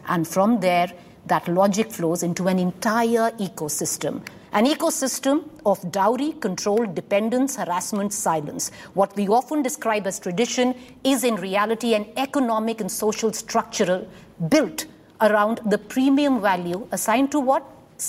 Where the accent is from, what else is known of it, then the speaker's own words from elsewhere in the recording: Haryana, India; I come from Haryana.